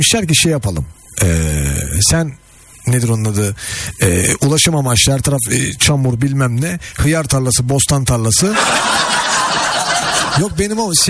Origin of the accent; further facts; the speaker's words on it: Istanbul, Turkey; Mesela ben İstanbul'da büyüdüm.